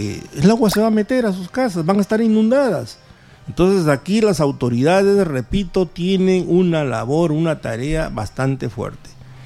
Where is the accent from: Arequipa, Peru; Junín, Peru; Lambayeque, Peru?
Lambayeque, Peru; moved away as an adult; yo regreso a mi tierra, yo soy lambayecano neto, pero he estado casi 30 años recorriendo todo el Perú y creo que ya es hora de llegar a mi tierra